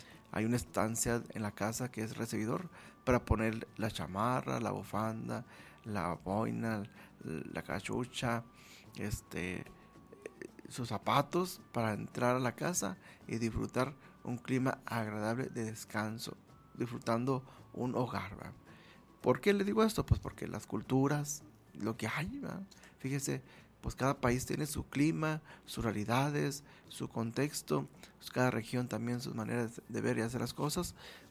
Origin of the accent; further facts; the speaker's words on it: northern Mexico, Mexico; del sur del país, nos dicen que nosotros hablamos enojados, ¿verdad? Y nosotros del norte le decimos a los del sur que hablan cantando